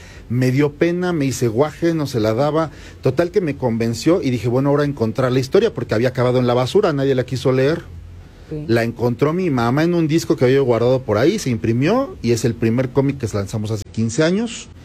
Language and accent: Spanish; Mexico; somos los únicos mexicanos que han sido invitados a ese festival